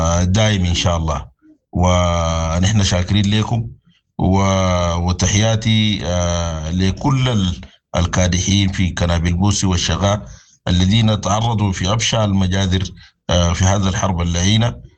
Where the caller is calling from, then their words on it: Sudan; بلادنا السودان